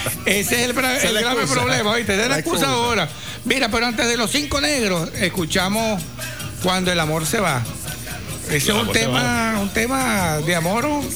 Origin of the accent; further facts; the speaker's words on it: Venezuela; No siente la patria venezolana como la sentimos nosotros